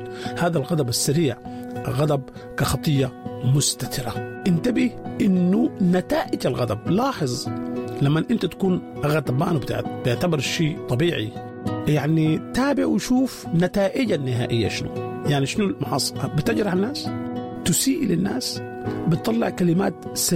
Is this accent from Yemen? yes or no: no; Sudan; وعندنا في السودان يقول زول ده أحمقنجي